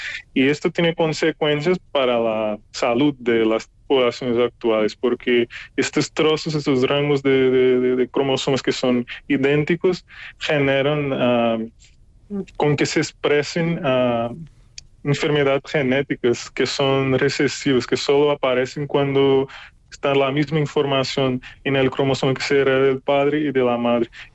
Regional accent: Brazil; Spanish is a second language; como yo también, que soy de Brasil

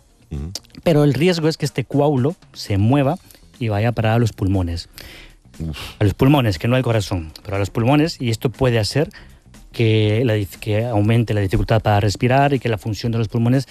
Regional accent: El Salvador; now in Spain; Soy de Salvador.

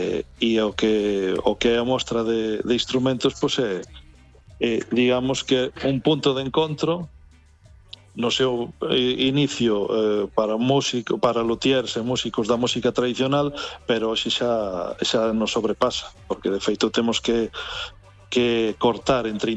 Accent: Galicia, Spain; a maioría somos galegos, evidentemente.

